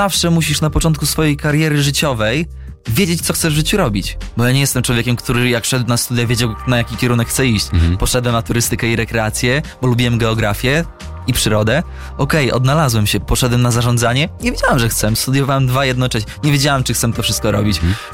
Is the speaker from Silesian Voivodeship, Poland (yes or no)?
no; Podlaskie Voivodeship, Poland; now in Warsaw, Poland; Rejon, z którego pochodzę, jednak uważam, jeżdżąc po całej Polsce, że wciąż jest w jakiś sposób taki unikalny.